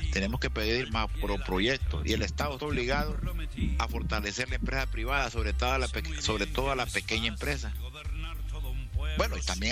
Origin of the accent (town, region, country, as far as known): Honduras